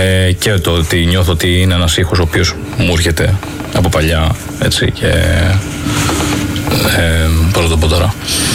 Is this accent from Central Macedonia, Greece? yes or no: no; Athens, Attica, Greece; Εγώ μεγάλωσα και εγώ εδώ Αθήνα. Ο πατέρας μου είναι από τη Μυσσηνία.